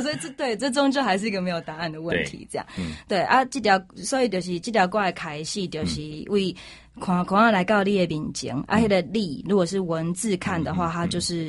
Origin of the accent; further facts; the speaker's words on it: Taiwan